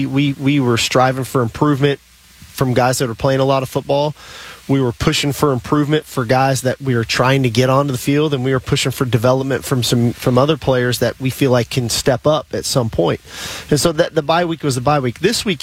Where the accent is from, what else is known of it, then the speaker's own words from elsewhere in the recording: California, United States; growing up in California, you know, 9 a.m. was when you woke up